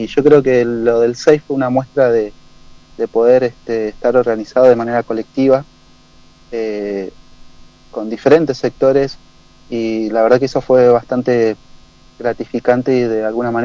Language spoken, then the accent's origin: Spanish; Río Negro, Argentina; moved away; la línea sur, que es de donde vengo yo y siempre ando por allá cada tanto